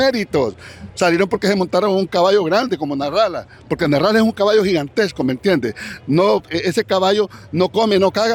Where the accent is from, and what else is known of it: Honduras